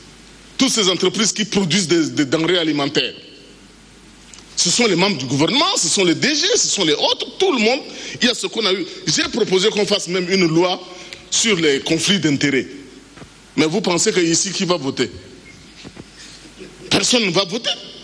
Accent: Chad; nous sommes des Tchadiens et que nous devons travailler pour que les politiques publiques se mettent en place de manière durable

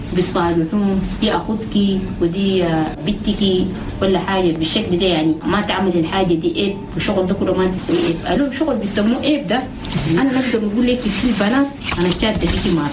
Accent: Chad; بلدنا تشاد

